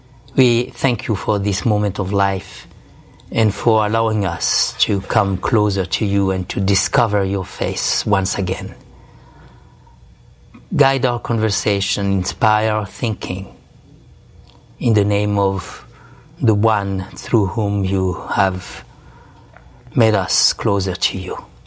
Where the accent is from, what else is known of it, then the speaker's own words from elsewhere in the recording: Algeria; I was born in the south. I was born in Algeria, in a Mediterranean country, when it was a French colony at that time.